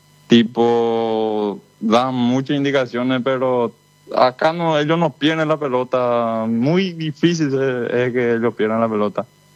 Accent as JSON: {"language": "Spanish", "town": "Arroyito", "region": "Concepción", "country": "Paraguay", "tie": "born or raised there", "moved": "yes", "said": "Mi ciudad donde yo nací, Arroyito."}